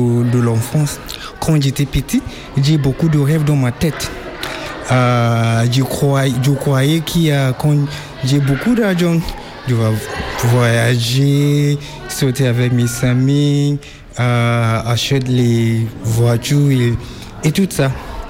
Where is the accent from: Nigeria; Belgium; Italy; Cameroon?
Nigeria; French is a second language; moved away as an adult; now in Amiens, France; je viens du Nigeria, je suis arrivé en France depuis le 19 décembre 2022.